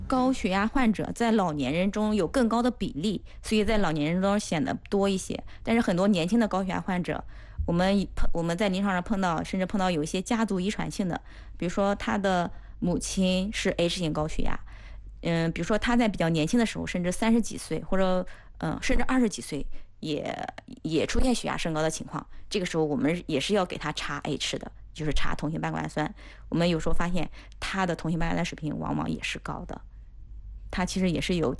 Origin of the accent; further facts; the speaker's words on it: China; 我们中国人